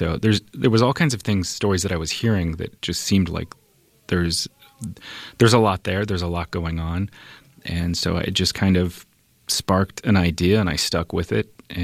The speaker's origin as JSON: {"language": "English", "town": "Des Moines", "region": "Iowa", "country": "United States", "tie": "born or raised there", "also_born_or_lived": "Osceola, Iowa", "said": "I grew up in Des Moines up until high school, and then moved to a small town south of Des Moines, Osceola, Iowa. But growing up on the east side"}